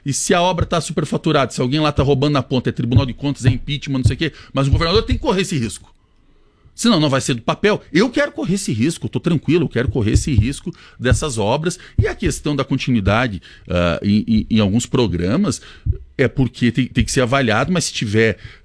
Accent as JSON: {"language": "Portuguese", "town": "Chapecó", "region": "Santa Catarina", "country": "Brazil", "tie": "born or raised there", "said": "eu sou natural aqui de Chapecó, eu escuto isso desde que me conheço por gente"}